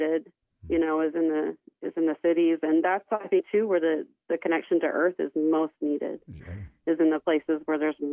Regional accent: Oklahoma, United States; now in Flint Hills, Kansas, United States; I'm from Oklahoma, down at the Citizen Potawatomi Nation, south of Shawnee, Fire Lake.

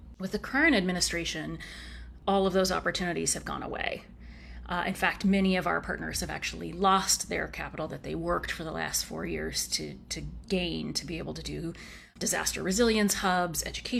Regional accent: Oregon, United States; You know, I'm a pretty humble kid growing up in Central Oregon.

